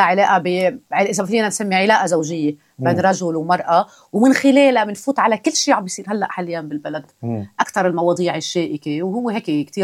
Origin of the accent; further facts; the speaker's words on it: Kfarsir, Nabatieh Governorate, Lebanon; accent: southern; انا من الجنوب، انا من ضيعه اسمها كفرصير، قدمت شهداء، في كتير ناس فيها مثقفين، فيها تنوع كتير حلو. انا بفتخر انه انا من هذه المنطقه.